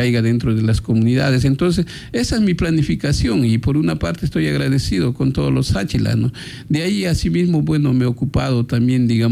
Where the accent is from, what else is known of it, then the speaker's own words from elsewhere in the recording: Santo Domingo de los Tsáchilas, Ecuador; tengo el respaldo de mi pueblo, de las 7 comunidades